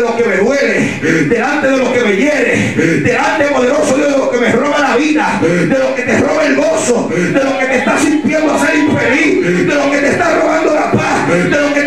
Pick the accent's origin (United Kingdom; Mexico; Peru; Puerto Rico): Puerto Rico; En mi país, Puerto Rico